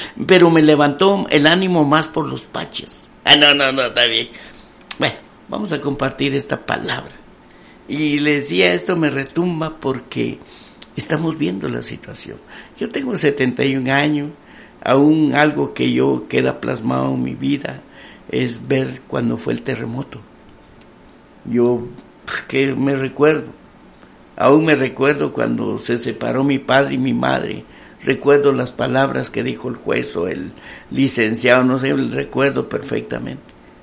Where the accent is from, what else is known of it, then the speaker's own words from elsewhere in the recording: San Marcos, Guatemala; Yo soy de San Marcos.